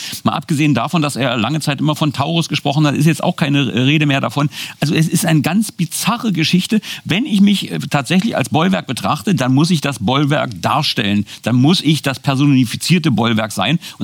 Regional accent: Germany

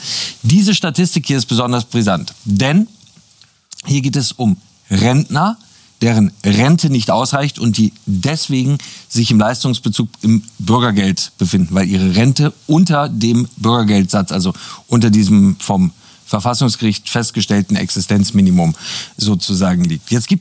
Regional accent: Germany

